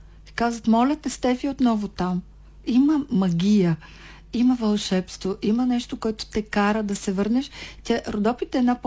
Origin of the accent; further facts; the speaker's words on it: Rhodope Mountains, Bulgaria; И аз като една родопчанка, ама така лобирам си, направо се лобирам с родопската музика